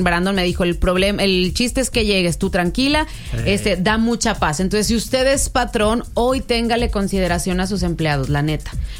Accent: Mexico; para todos los que somos de Miravalle

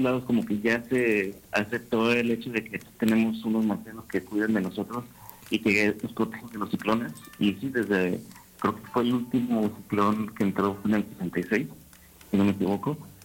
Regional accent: Tampico, Tamaulipas, Mexico; also born or lived in Campeche / Veracruz / Mexico City; A mí me tocó pues crecer en muchas ciudades, no nada más en Tampico. Nací en Tampico, pero me tocó crecer en Campeche, Veracruz, en la Ciudad de México. Pero mi gran parte de mi niñez fue en Tampico

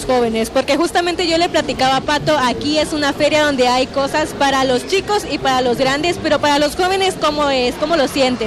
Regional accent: Tabasco, Mexico; como somos de centro

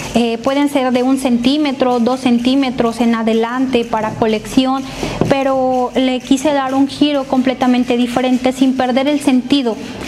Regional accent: Xico, Veracruz, Mexico

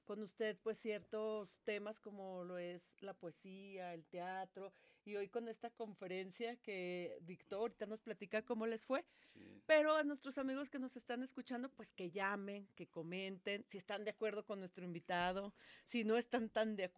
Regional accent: Mexico; somos mexicanos.

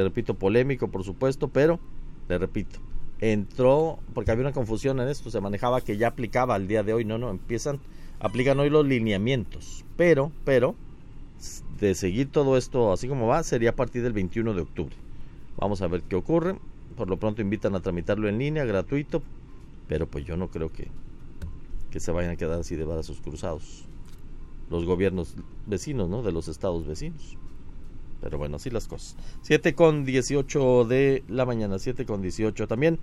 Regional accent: Mexico

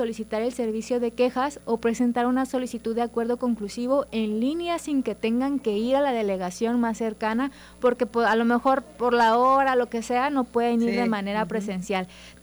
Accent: Mexico

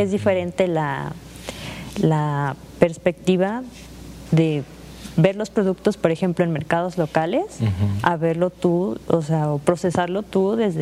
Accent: Xalapa, Veracruz, Mexico; Por ejemplo, yo que soy de Jalapa, pues no tenía hasta antes de llegar aquí, pues una cercanía con la producción o con el campo, ¿no?

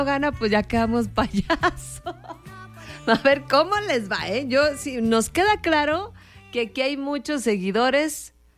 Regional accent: Mexico; nosotros somos mexicanos, somos buena onda.

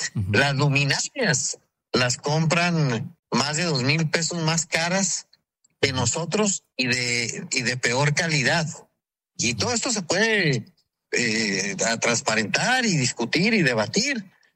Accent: Chihuahua, Mexico; pero pues como buen chihuahuense no somos dejados.

